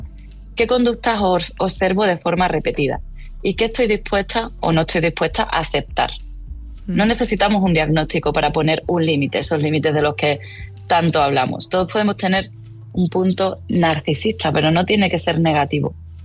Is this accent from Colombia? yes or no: no; Extremadura, Spain; moved away; Pues siendo yo extremeña y no viviendo en Extremadura